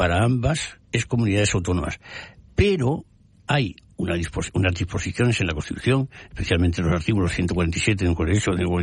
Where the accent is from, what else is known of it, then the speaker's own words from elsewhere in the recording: Cartagena, Region of Murcia, Spain; soy del cantón de Cartagena